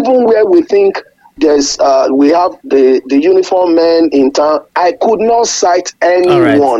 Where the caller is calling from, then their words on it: Ogbomosho, Oyo, Nigeria; I'm calling from Ogbomosho.